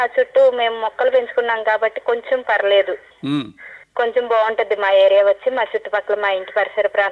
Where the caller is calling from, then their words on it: Machilipatnam, Andhra Pradesh, India; Sir, నేను మచిలీపట్నం నుంచి మాట్లాడుతున్నానండి.